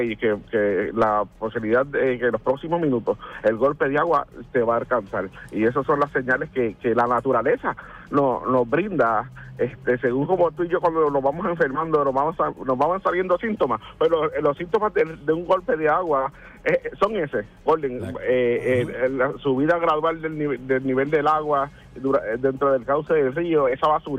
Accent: Puerto Rico; como puertorriqueños que vivimos en esta isla tropical

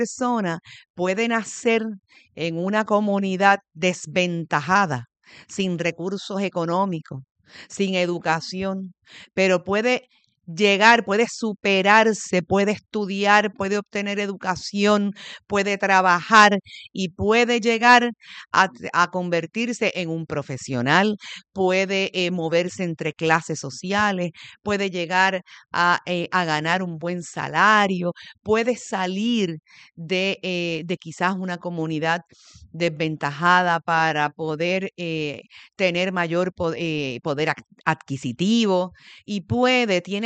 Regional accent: Puerto Rico; nosotros como puertorriqueños

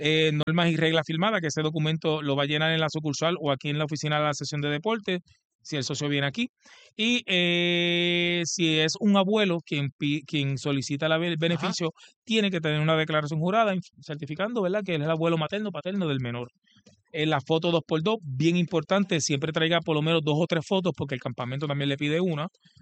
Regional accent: Aguas Buenas, Puerto Rico; los parques hacia mi pueblo Aguabuena

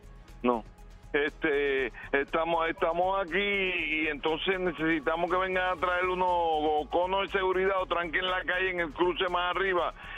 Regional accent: Fajardo, Puerto Rico; No, negativo, esto es de Fajardo, yo soy nacido y criado aquí en Fajardo.

